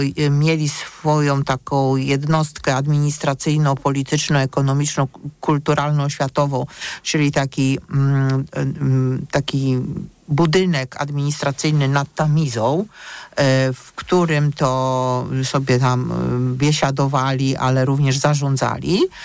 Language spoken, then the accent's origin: Polish; Gdańsk, Pomeranian Voivodeship, Poland; nie dlatego, że jestem z Gdańska